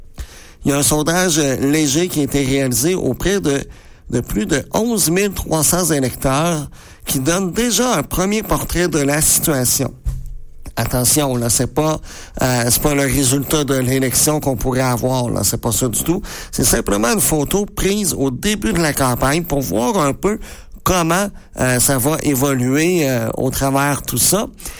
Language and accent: French; Quebec, Canada; surtout ce qui pourrait avoir un impact ici chez nous, au Bas-Saint-Laurent, bien évidemment.